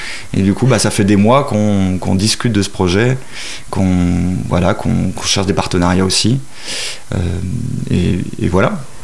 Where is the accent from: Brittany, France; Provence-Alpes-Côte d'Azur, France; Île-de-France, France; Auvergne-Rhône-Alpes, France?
Auvergne-Rhône-Alpes, France; Bourgoin-Jallieu; Et moi, alors je suis né ici à Bourgoin et j'ai fait une partie de ma scolarité ici, donc au collège et au lycée.